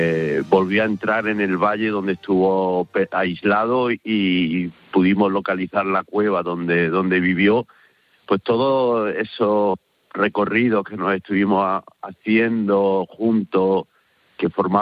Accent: Córdoba, Andalusia, Spain; Bueno, a ver, tuvimos la suerte de que los dos somos de Córdoba.

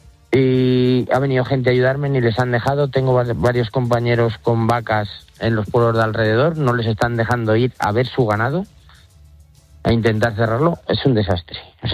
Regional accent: Nava de Jadraque, Castilla-La Mancha, Spain; yo soy de la Nava de Jadraque.

